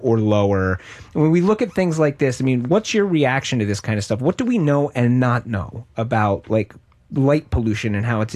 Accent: Pennsylvania, United States; where I grew up in Pennsylvania, and the lightning bug is the state bug, a state insect of Pennsylvania. And I grew up in a fairly rural area.

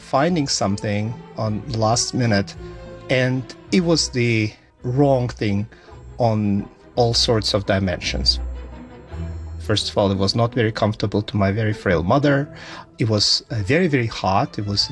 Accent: Ukraine; English is a second language; moved away; You know, it's been 5 years since we moved from Ukraine.

